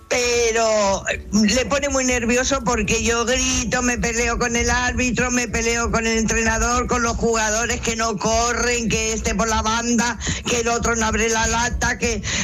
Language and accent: Spanish; Madrid, Community of Madrid, Spain; now in Barcelona, Spain; Yo soy de Madrid. Yo vivo aquí en Barcelona hace muchísimos años, pero soy de Madrid